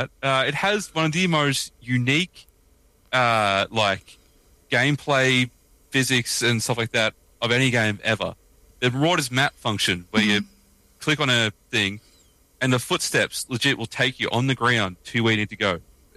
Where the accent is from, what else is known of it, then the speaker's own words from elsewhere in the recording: Australia; accent: Australian; I don't know if we can tell by the accent, I'm Australian.